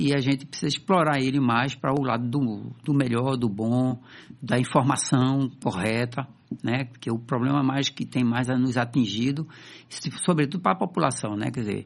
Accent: Recife, Pernambuco, Brazil; eu sou daqui do Recife, certo? Na verdade, eu nasci em Recife, mas meus pais são do interior, de Jaboatão, tá? Minha mãe era de Jaboatão, meu pai era do Cabo, mas ele era uma pessoa de famílias simples

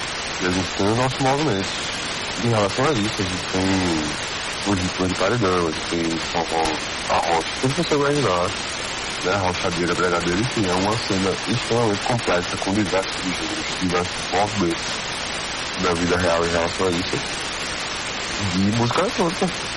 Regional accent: Northeast Brazil, Brazil; Não só de ser nordestino

